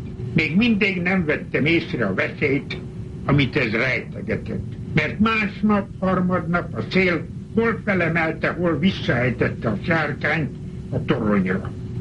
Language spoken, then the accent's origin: Hungarian; Gyulavári, Békés, Hungary; moved away as an adult; now in United States; Mikor 11 éves koromban elköltöztünk Gyulaváriból, a szülőfalunktól fájdalmas búcsút vettem, mely azt hittem, örökre szól. Ugyanezt hittem 48 éves koromban, mikor elhagytam Magyarországot, és Amerikába jöttem.